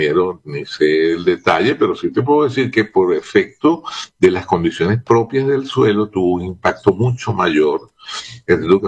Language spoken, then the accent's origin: Spanish; Venezuela; La realidad es que estamos muy compungidos, pues, como venezolanos ante este evento